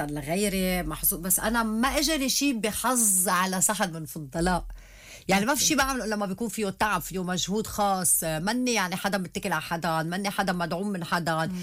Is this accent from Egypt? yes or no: no; Lebanon; لما بفكروا انه بنات عندنا بلبنان الممثلات بيطلعوا بيحكوا حكي وشكلهم بس حلو، لا مش كلهم هيك.